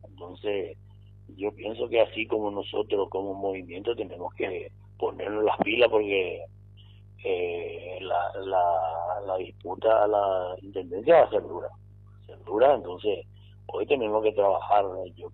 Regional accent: Ciudad del Este, Alto Paraná, Paraguay; yo nací acá, en Ciudad del Este, mira, hoy estamos acá en mi barrio

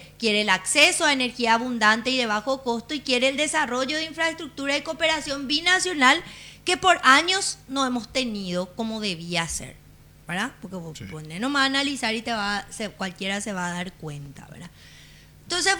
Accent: Paraguay; Eso es lo que esperamos como paraguayos.

